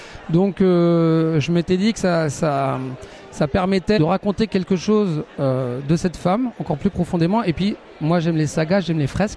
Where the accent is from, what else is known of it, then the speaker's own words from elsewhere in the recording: Brittany, France; Et puis le prix West, évidemment, ça résonne particulièrement parce que moi je suis breton.